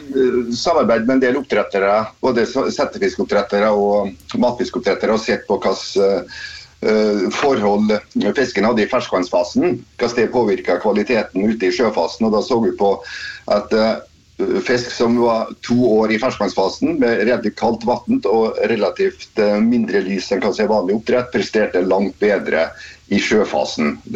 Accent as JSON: {"language": "Norwegian", "region": "Møre og Romsdal", "country": "Norway", "tie": "born or raised there", "moved": "yes", "said": "det var hjemme på Averøya"}